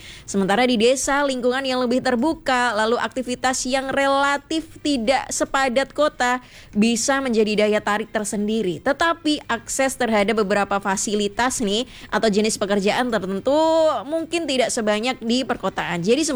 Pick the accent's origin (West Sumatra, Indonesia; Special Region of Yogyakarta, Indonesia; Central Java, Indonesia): Central Java, Indonesia; Surakarta; now in Jember, Indonesia; Aku kan dari Solo juga nih. Nah, Solo ini menurutku lumayan hektik, udah hektik banget sih.